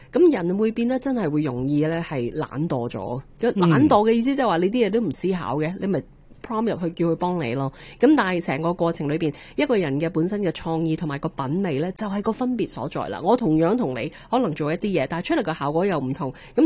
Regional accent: Canada; 令到我哋加拿大人都好期待

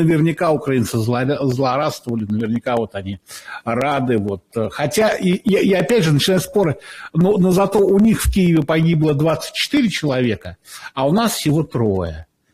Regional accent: Moscow, Russia; Я сам из Москвы, поэтому мне не то, чтобы было больно на это смотреть

